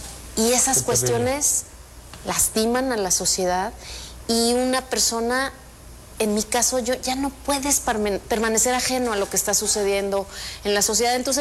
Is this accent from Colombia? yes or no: no; Zamora, Michoacán, Mexico; yo soy originaria de Zamora.